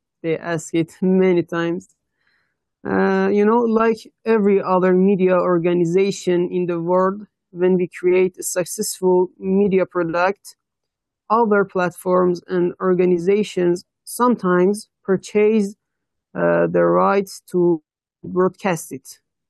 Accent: Iran

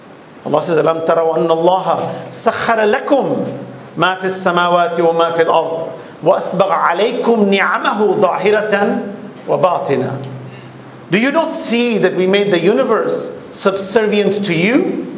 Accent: Dar es Salaam, Tanzania; born or raised there

